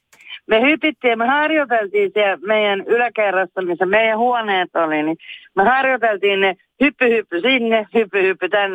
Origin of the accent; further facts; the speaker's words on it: Harjavalta, Satakunta, Finland; born there; mä olen Harjavallasta ollut kotosi